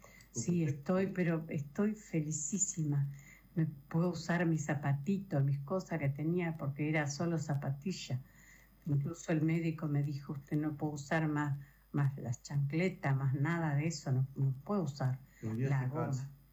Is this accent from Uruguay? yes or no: yes; Artigas, Uruguay; Sí, soy de Artigas.